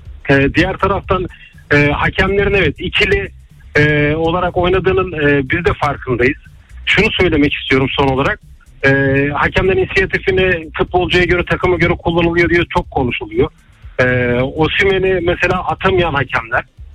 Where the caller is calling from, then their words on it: Istanbul, Turkey; Ataşehir'den arıyorum.